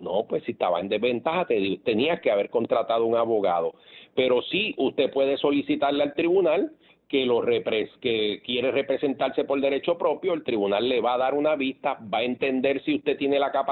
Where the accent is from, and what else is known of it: Puerto Rico